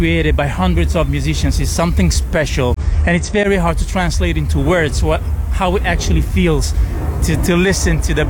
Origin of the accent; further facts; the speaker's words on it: Italy; my hometown, which is a very tiny place in the middle of nowhere in Italy.